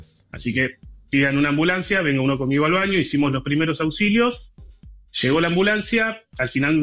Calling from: Cañuelas, Buenos Aires Province, Argentina; Sí, estoy en Cañuelas, Buenos Aires.

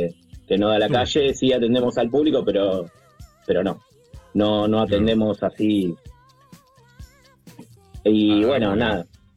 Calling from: Wilde, Buenos Aires Province, Argentina

